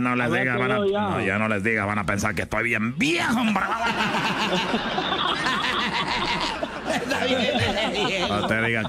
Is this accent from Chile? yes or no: no; Honduras; Y en Honduras le dije, bueno, es que ahí en mi país, y la verdad, yo siempre quise tener una casa grande.